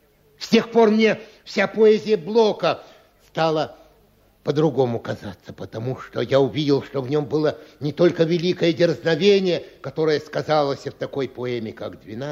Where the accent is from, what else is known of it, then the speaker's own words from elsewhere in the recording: Siberia, Russia; moved away; вот я, значит, из Сибири